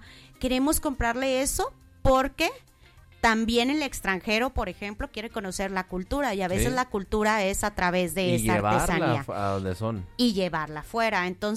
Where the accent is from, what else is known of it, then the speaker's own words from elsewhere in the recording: Camargo, Mexico; como capitalinos, bueno, voy a hablar, yo vivo aquí, pero soy de Camargo